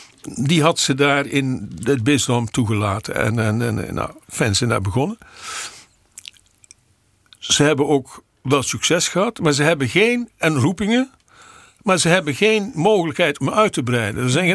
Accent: Montferland, Gelderland, Netherlands; De regio waar ik vandaan kom, Montferland, is van oudsher katholiek gebied.

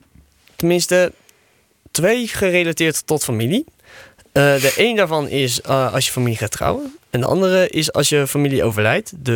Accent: Netherlands; Dus als ik daar zeg, ik ben Nederlander, zeg ik Mimini Mholanzi.

